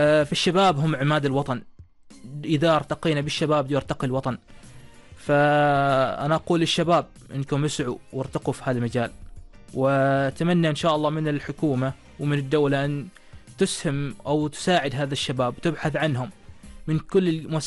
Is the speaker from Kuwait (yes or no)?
no; Oman; تروح كعماني، تروح لمسؤول عماني أو لشخص عماني أو لأي شخص في هذا الوطن في عمان